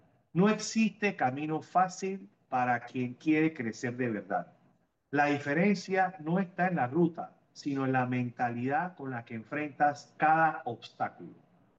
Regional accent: Panama; Orgullosamente panameño.

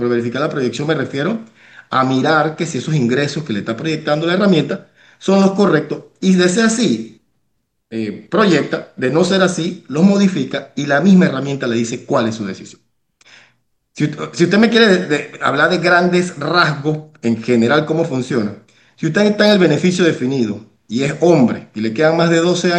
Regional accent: Panama; los panameños somos panameños

